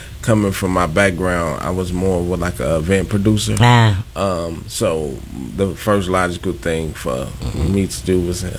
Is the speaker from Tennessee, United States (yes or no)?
no; Chicago, Illinois, United States; Yeah, I'm born and raised in Chicago in the Washington Heights area.